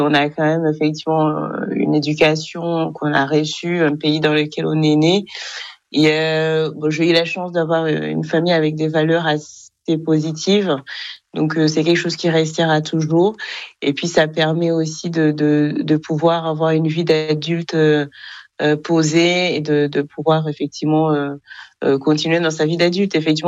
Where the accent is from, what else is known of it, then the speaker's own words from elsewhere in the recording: Kigali, Rwanda; moved away as an adult; now in France; Alors moi je suis née au Rwanda, dans la capitale du Rwanda, Kigali. J'ai été élevée là-bas jusqu'à mes 19 ans. À la fin de mon bac, où je suis venue en France.